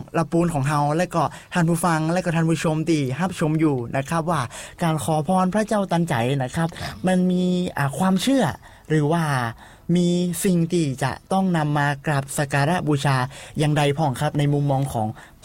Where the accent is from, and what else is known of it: Lamphun, Thailand; accent: Kham Mueang (Northern Thai)